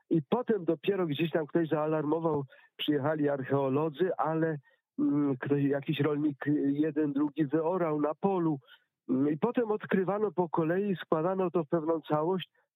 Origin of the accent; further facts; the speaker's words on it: Pomeranian Voivodeship, Poland; chcę opowiedzieć anegdotkę z moich rodzinnych stron, mianowicie Kaszuby, Bieśkowej, Herowa